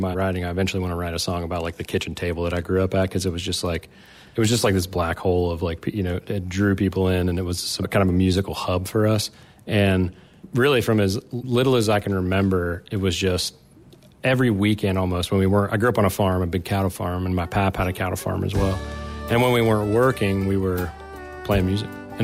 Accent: Wilkesville, Ohio, United States; also born or lived in Gallipolis, Ohio / Pomeroy, Ohio; But I grew up in Wilkesville, partially Wilkesville and Pomeroy area, not too far from Athens as like a recognizable landmark.

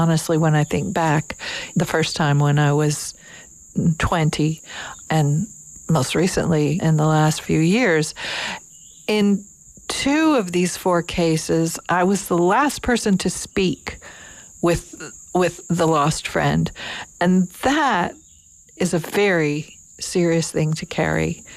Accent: Kentucky, United States; now in Lexington, United States; Lexington was an hour and a world away from where I grew up in Kentucky, but I managed, once I could drive, to find teachers

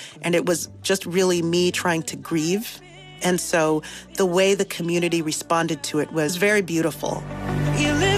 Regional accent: Nigeria; now in New York, United States; as a Nigerian, or maybe as an Aries, or maybe as a New Yorker

